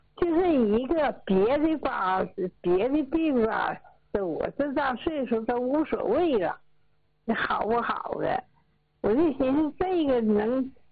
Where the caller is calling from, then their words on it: Changchun, Jilin, China; 嗯，我是长春的。